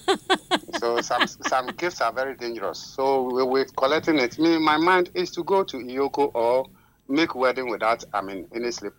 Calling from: Western North, Ghana; I'm calling from Western North, BBNA, to be precise.

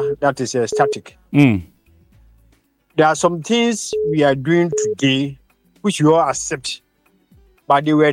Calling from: Ghana; I'm at Oshimatse.

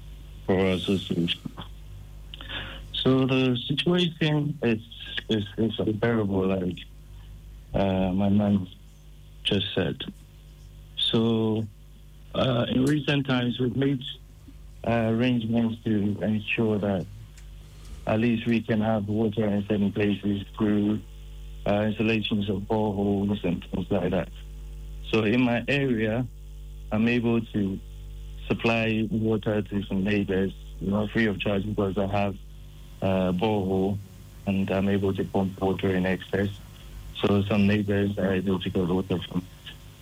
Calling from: Tema, Greater Accra, Ghana; Good morning. I'm calling from County 25.

